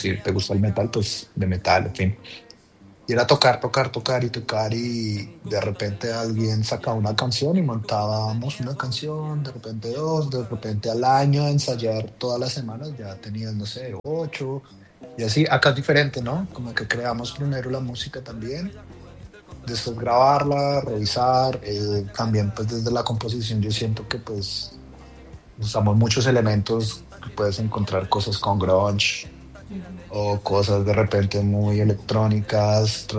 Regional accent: Colombia; el baile es demasiado importante en nosotros, ¿no? Como cultura, como colombianos, como latinos.

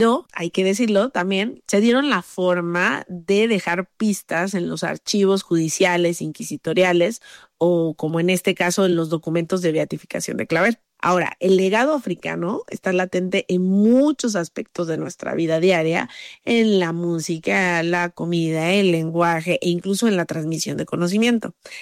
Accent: Colombia; now in Mexico

